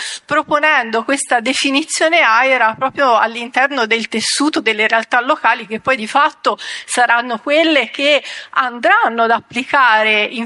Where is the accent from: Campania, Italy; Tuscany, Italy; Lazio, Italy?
Tuscany, Italy; Io, lo sentirete dal mio accento, io sono toscana.